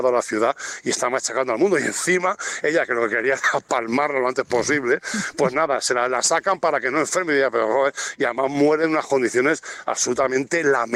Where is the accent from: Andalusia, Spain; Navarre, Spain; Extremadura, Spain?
Navarre, Spain; now in Tordesillas, Spain; yo que soy navarro, 30 años viviendo en Tordesillas, me puedo ir a mi pueblo